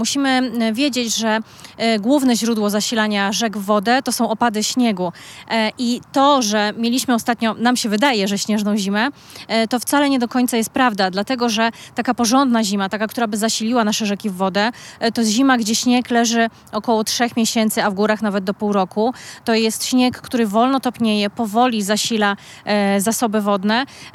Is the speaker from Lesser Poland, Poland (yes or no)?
no; Warsaw, Masovian Voivodeship, Poland; Mieszkam tutaj od urodzenia